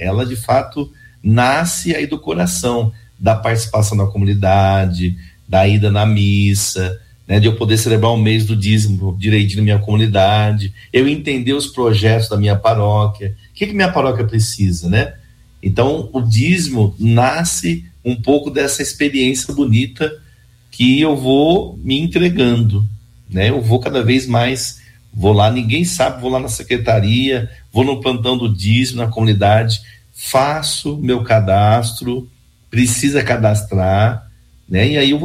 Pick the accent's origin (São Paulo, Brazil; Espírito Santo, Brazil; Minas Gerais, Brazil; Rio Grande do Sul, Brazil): São Paulo, Brazil; São Bernardo do Campo; do Parque Espacial. É a minha terra, viu? Você sabe que eu cresci aí nessa região, viu?